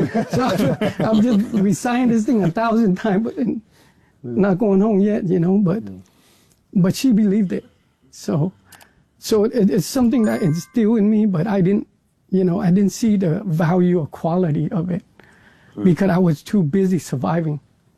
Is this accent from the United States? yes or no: no; Vietnam; I was born in Vietnam when my father have already left the country. I grew up in a country where social perception really mattered.